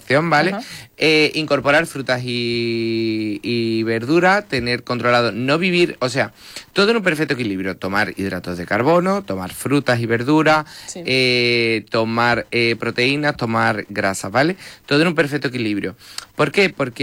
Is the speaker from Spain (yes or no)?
yes; Andalusia, Spain; o sea, nuestro líquido es el agua y además somos andaluces, nuestra dieta es maravillosa.